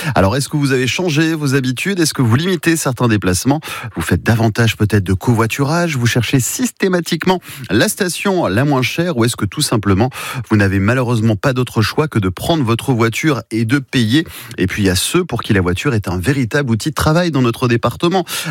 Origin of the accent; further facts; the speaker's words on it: Mayenne, Pays de la Loire, France; chez nous en Mayenne, la voiture, difficile de s'en passer quand on habite à plusieurs kilomètres de son travail